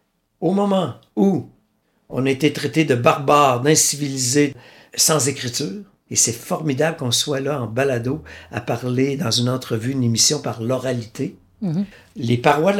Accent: Wendake, Quebec, Canada; Ah, par exemple, chez nous, à Wendake, on défend beaucoup la présence de Zacharie Théarolin-Vincent comme un pionnier version Beaux-Arts au 19e siècle.

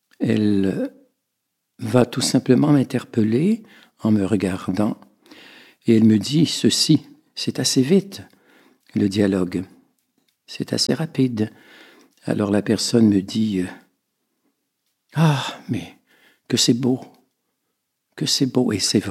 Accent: Centre-Val de Loire, France; Donc, la Beauce, c'est aussi ma région natale. Je suis Beauceron.

